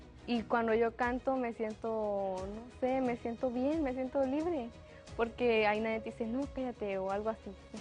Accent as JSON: {"language": "Spanish", "town": "Acapetagua", "region": "Chiapas", "country": "Mexico", "said": "tengo 15 años y soy de Acapetagua, Chiapas."}